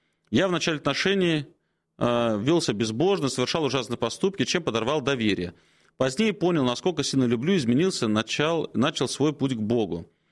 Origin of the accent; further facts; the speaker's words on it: Moscow, Russia; moved away as an adult; now in Moscow Oblast, Russia; Подмосковье мое родное, ну, я вообще москвич коренной, но вот уже давно живу в Подмосковье, служу в Подмосковье